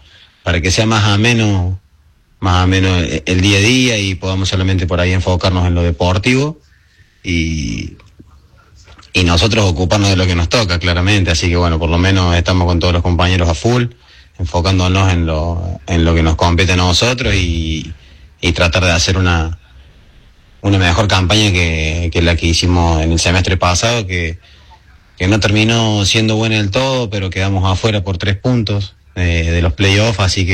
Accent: Arroyito, Córdoba, Argentina; born there; moved away; somos ahí de Córdoba, no de Capital, pero bueno, es todo Córdoba

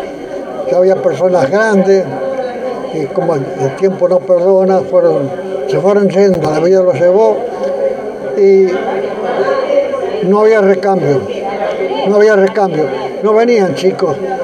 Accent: San Justo, Santa Fe, Argentina; yo nací, me crié acá en San Justo

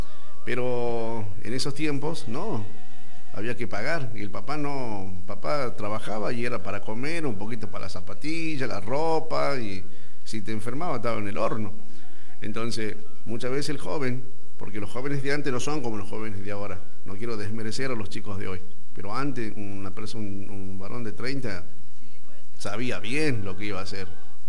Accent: Argentina; a nosotros los argentinos

